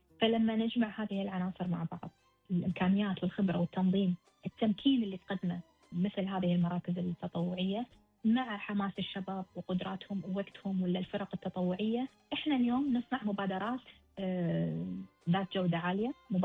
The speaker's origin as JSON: {"language": "Arabic", "country": "Kuwait", "said": "ثقافة إحنا كشعب كويتي مجبولين عليها"}